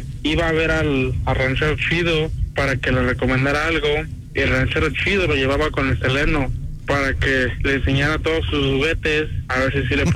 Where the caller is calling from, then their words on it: Utah, United States; Hola Gabrielito